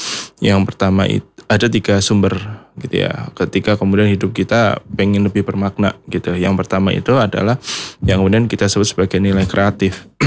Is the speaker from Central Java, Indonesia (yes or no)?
yes; Brebes, Central Java, Indonesia; born there; moved away; saya kan aslinya Brebes ya